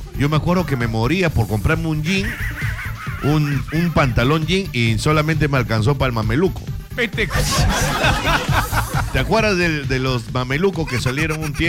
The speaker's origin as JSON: {"language": "Spanish", "town": "Chiclayo", "region": "Lambayeque", "country": "Peru", "tie": "born or raised there", "said": "Se nota que soy de Chiclayo, ¿no?"}